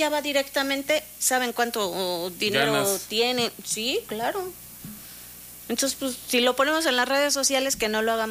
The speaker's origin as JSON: {"language": "Spanish", "country": "Mexico", "said": "Creo que también como mexicanos llegamos todo al último."}